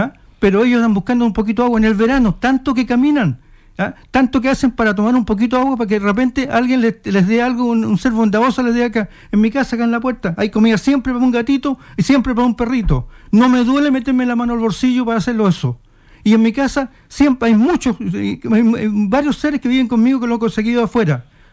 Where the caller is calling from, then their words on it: Iquique, Tarapacá, Chile; también soy de Iquique.